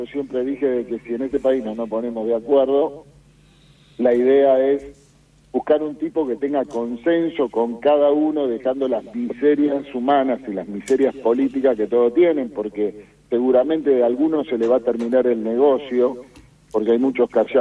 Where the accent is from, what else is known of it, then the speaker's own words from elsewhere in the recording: Argentina; yo estoy convencido de que soy argentino